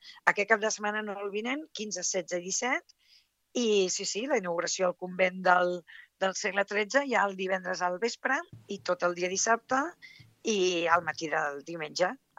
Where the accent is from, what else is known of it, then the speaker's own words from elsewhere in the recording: Tarragona, Catalonia, Spain; also born or lived in Morella / London; Jo soc de Tarragona, meitat de Tarragona, meitat de Morella, i Tarragona m'assembla una ciutat més gran, no?